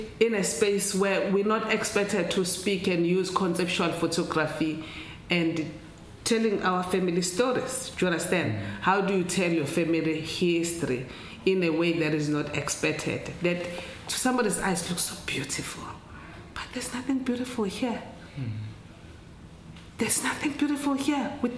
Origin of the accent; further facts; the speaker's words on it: South Africa; first language Zulu; English is a second language; I have to transfer it into my mother tongue, which is Zulu, before I get back to you